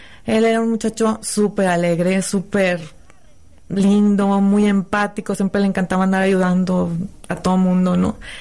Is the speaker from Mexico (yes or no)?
yes; Navojoa, Sonora, Mexico; Yo soy de Navojoa, Sonora.